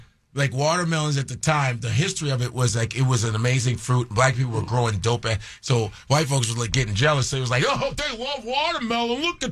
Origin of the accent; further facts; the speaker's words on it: Nigeria; moved away; I'm Nigerian.